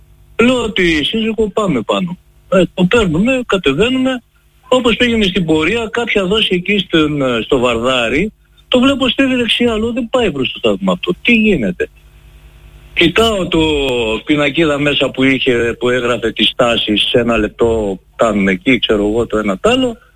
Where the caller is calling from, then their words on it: Kordelio, Central Macedonia, Greece; Είμαι από το Κορδελιό, σας παίρνω εδώ.